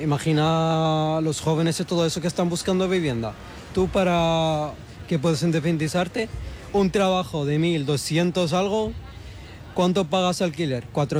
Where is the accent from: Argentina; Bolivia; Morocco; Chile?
Morocco; now in Spain; la situación de mi familia, que somos marroquíes, somos 6 personas. Hemos venido aquí hace 2 años